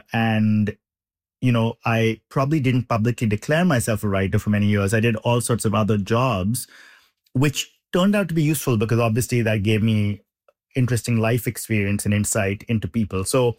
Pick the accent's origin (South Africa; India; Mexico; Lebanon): India; moved away as an adult; now in United States; I grew up in India. I moved to the US for college. I was writing about India.